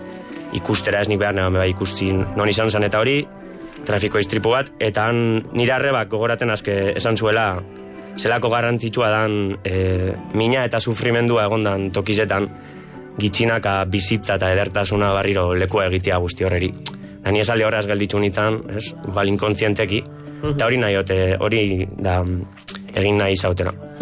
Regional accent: Lekeitio, Basque Country, Spain; Lekeition, nire jaioterrian

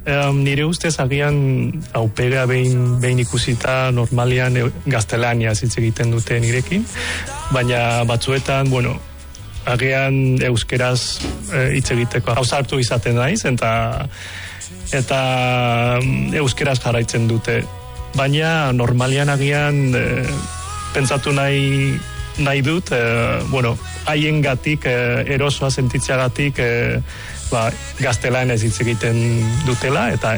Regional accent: San Sebastián, Basque Country, Spain; born there; Basque is a second language; moved away as an adult; also born or lived in Hong Kong / Amorebieta; now in Tolosa, Spain; Hongkongen jaio nintzen, eta txikitan bai, agian duela 15 urte iritsi nintzen Donostian, baina euskeraz ikasi nuen duela bi urte.

